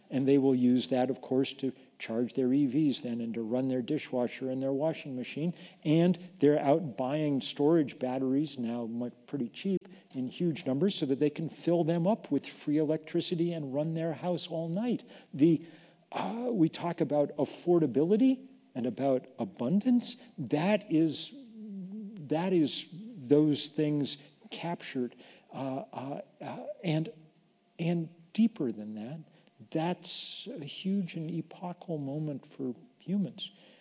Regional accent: United States; as an American

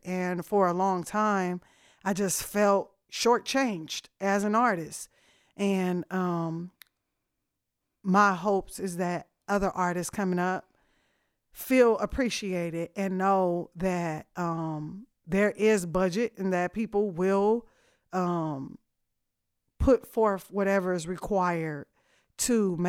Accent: Oakland, California, United States; now in Austin, United States; I'm from Oakland

